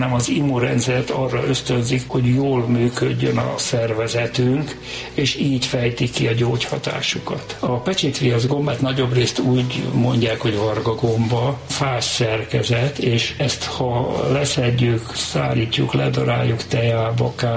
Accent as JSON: {"language": "Hungarian", "region": "Budapest", "country": "Hungary", "tie": "born or raised there", "said": "47-ben születtem Budapesten, egy pincelakásban éltem 10 évig szüleimmel."}